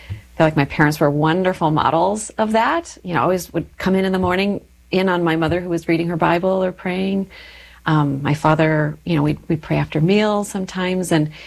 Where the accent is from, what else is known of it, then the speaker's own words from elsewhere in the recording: Minnesota, United States; Sure. So I'm from Minnesota. And I grew up in a wonderful family.